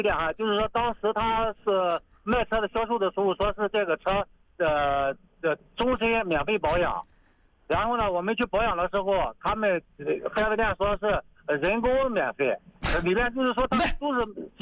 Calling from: Linyi, Shandong, China

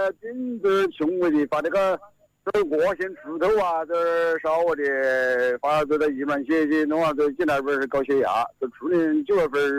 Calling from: Wuhan, Hubei, China; 我河南的。

